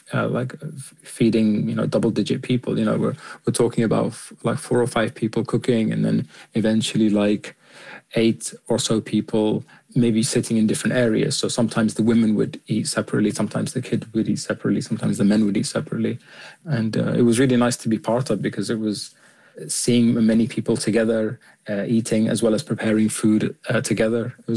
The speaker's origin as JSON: {"language": "English", "country": "Sudan", "tie": "born or raised there", "also_born_or_lived": "United Kingdom", "said": "Yeah, I guess they were quite different because in Sudan, we all lived in like a large house together."}